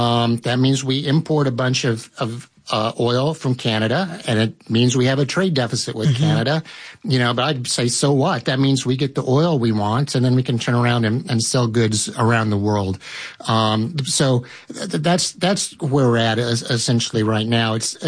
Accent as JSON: {"language": "English", "country": "United States", "said": "As an American"}